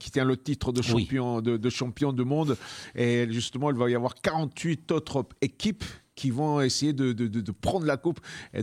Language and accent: French; Chocó, Colombia; born there; French is a second language; parce que moi je suis né en Colombie, mais du côté